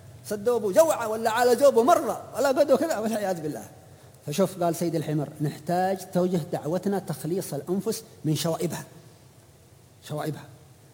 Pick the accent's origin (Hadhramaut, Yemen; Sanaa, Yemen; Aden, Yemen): Hadhramaut, Yemen